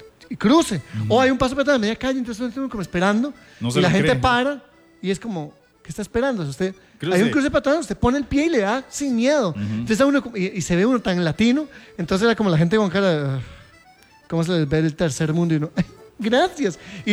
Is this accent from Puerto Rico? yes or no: no; Costa Rica; somos de Suiza centroamericana.